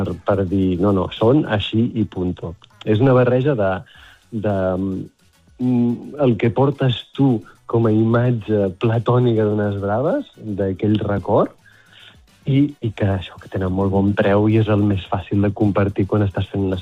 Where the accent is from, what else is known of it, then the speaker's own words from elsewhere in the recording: Girona, Catalonia, Spain; born there; Li dius a un de Girona, que jo vaig néixer a Girona